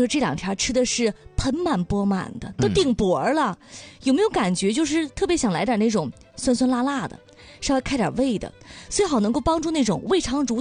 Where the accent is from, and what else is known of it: Northeast China, China